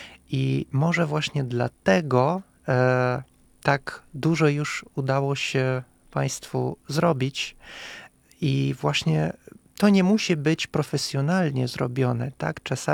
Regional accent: Kazakhstan; i ja się cieszę, że reprezentuję ten kraj, że pochodzę z Kazachstanu, zawsze to mówię z dumą.

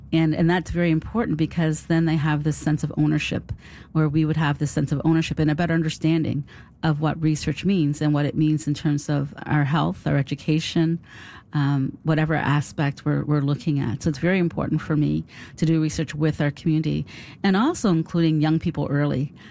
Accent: Beechville, Nova Scotia, Canada; it's always very important for me to ground myself in my historical African Nova Scotian community. So I was born and raised in Beechville. My dad is from Beechville

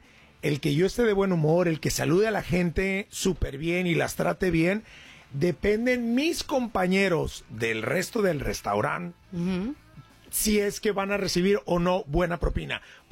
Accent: Monterrey, Nuevo León, Mexico; Yo soy de Monterrey

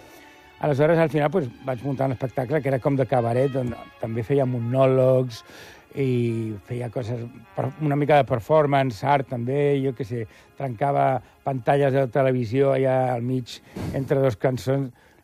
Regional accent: Valencia, Valencian Community, Spain; also born or lived in Boston; I com que jo sempre havia cantat en francès, des de petit, a València o francès, sabia tota la chanson.

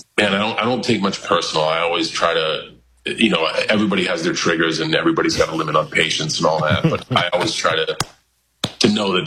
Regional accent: New England, United States; because it's weird, we're all from New England

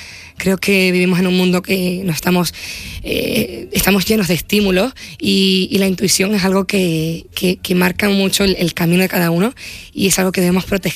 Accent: Los Llanos de Aridane, Canary Islands, Spain; born or raised there

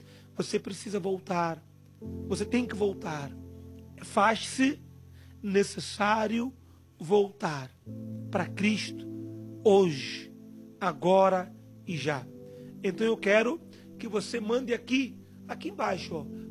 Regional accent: Mozambique; moved away; lá em Moçambique, em minha terra

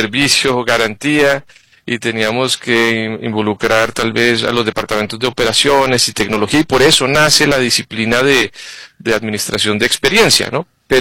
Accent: Colombia; moved away as an adult; also born or lived in Costa Rica / Madrid; Entonces, soy colombiano originalmente, llegué a Costa Rica en el 2000 con Procter & Gamble, ¿cierto? Y he tenido la oportunidad de vivir en muchos lugares, ¿no? En Madrid, ¿cierto?

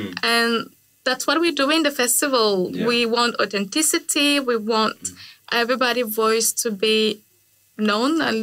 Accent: Niger; born or raised there; English is a second language

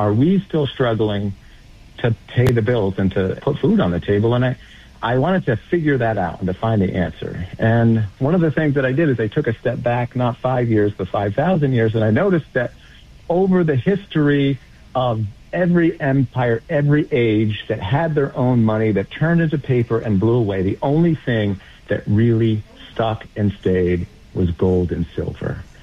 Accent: Australia; English is a second language; moved away; And I came from Australia. And one of the first things I needed to do was to try to learn English.

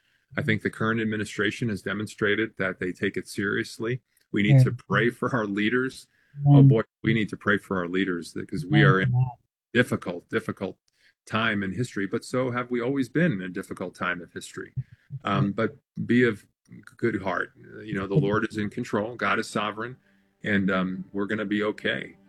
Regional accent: New York City, New York, United States; being a native New Yorker, obviously I'm going to be partial to my home state.

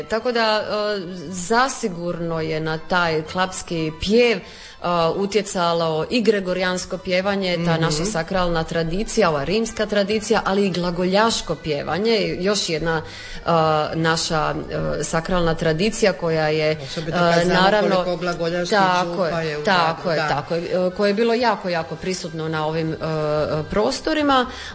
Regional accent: Zadar, Zadar County, Croatia; moved away; also born or lived in Zagreb

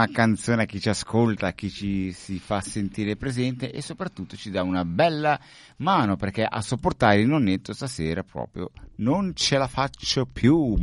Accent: Sassuolo, Emilia-Romagna, Italy; now in Australia; è delle mie parti, di Sassuolo.

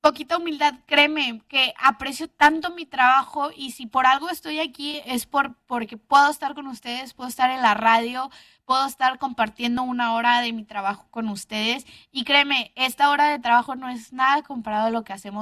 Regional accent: Monterrey, Nuevo León, Mexico; accent: regio, golpeado; soy súper regia, o sea, soy lo más regio que existe.

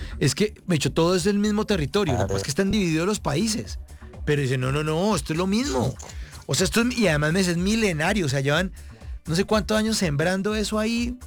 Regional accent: Bogotá, Colombia; moved away as an adult; now in Medellín, Colombia; como yo crecí en Bogotá

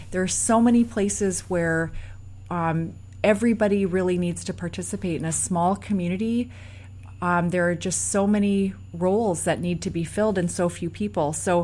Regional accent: Alaska, United States; the way that we were raised in Alaska.

